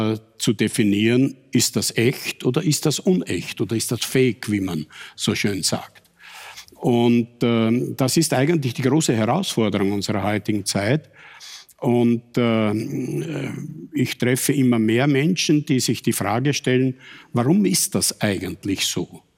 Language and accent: German; Radlbrunn, Lower Austria, Austria; Ich sage das gerade hier in meinem Heimatort in Radlbrunn. Ich bin hier ganz einfach aufgewachsen